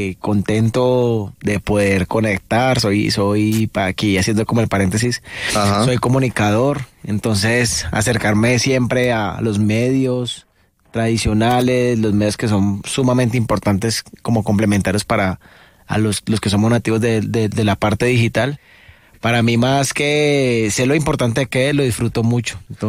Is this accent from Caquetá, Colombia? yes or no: no; Cali, Valle del Cauca, Colombia; Yo soy del sur de Cali. desde el barrio Limonar. Pues viví muy pequeño en el norte, pero fue pasajero. Y ya radicado en el sur de Limonar.